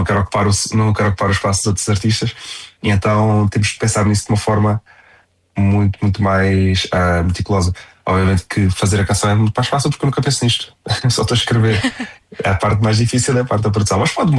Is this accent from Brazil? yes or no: no; Faro, Algarve, Portugal; passei a minha infância no Algarve. É Faro.